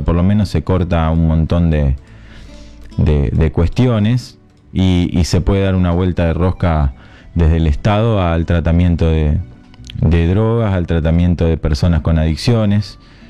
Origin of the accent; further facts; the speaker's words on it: Acebal, Santa Fe, Argentina; en Acebal, en mi pueblo pasa mucho también, porque estamos a 40 kilómetros